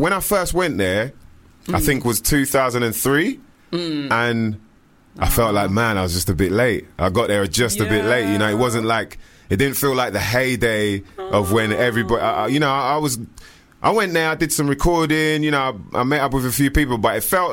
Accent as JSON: {"language": "English", "region": "London", "country": "United Kingdom", "said": "I came all the way from London"}